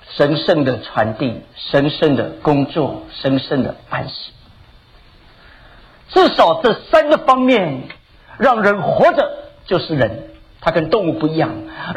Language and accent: Chinese; China; also born or lived in Shanghai / Northeast China; 我们中国人